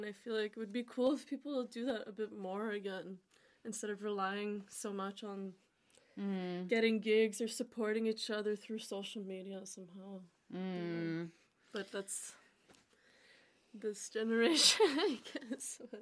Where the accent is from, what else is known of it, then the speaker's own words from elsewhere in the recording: Toronto, Ontario, Canada; I mean, when I was a teenager, you know, like growing up in Toronto or whatever, we used to go to this place called the Masonic Lodge